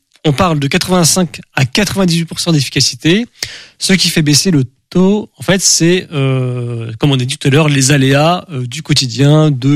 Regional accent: France; accent: French; Avec mon accent français

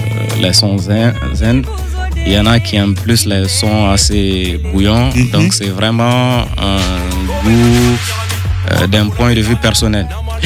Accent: Diré, Tombouctou, Mali; moved away as an adult; now in Bamako, Mali; quand j'ai commencé, c'était à Diré, ma ville natale.

